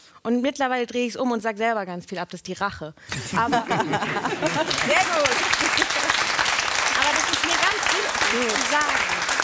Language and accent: German; Frankfurt, Hesse, Germany; weil ich bin in Frankfurt aufgewachsen und da gab es aber nur so Werbezeug